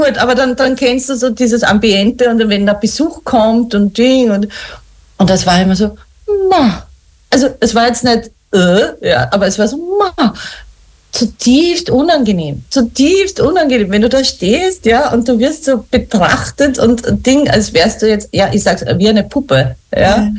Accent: Vienna, Austria; now in St. Pölten, Austria; geboren bin ich 1980. Also das war natürlich noch eine andere Zeit. Und aufgewachsen bin ich, wie gesagt, in Wien.

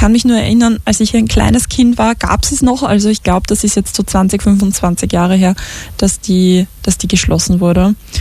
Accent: St. Pölten, Lower Austria, Austria; Also ich kenne aus vielen Gesprächen, wenn ich erzähle, ich bin aus St. Pölten, dann werde ich meistens so ein bisschen bemitleidend angeschaut

